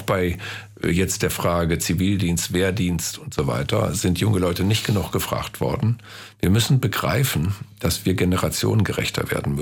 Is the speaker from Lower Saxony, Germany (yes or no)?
yes; Osnabrück, Lower Saxony, Germany; Und das ist meine Heimatstadt, das bleibt meine Heimatstadt. Jetzt lebe ich ja bei Hannover, aber bin oft in Osnabrück.